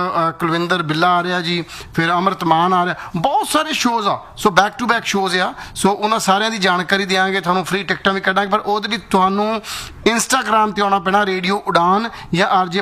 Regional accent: Faridkot, Punjab, India; ਪਰ ਮੈਂ ਵੀ ਫਰੀਦਕੋਟ ਤੋਂ ਹੀ ਹਾਂ

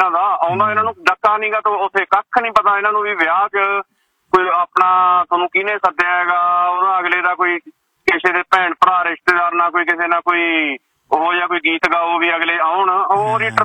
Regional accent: Jalal, Punjab, India; ਸਾਡੇ ਇਲਾਕੇ ਦਾ ਸੀ ਜੀ ਇੱਧਰ ਬਠਿੰਡੇ ਵਾਲ ਦਾ ਨਾ

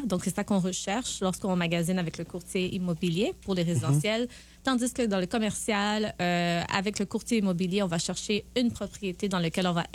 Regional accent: Montreal, Quebec, Canada; also born or lived in Seychelles; je suis Seychelloise. Je suis née aux îles Seychelles et okay. J'ai immigré ici avec ma famille. Donc, j'ai grandi à Montréal. Donc, je suis un produit de la loi 101 aussi.

